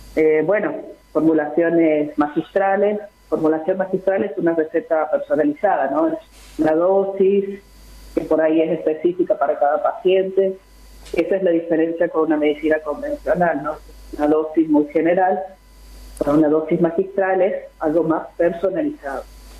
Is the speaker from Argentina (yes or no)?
yes; San Luis, Argentina; moved away as an adult; also born or lived in Villa Gesell; now in General Madariaga, Argentina; Sí, yo vengo de San Luis. Hace 20 años me instalé en Villa Gesell. Y bueno, ahora llegué acá, a Madariaga.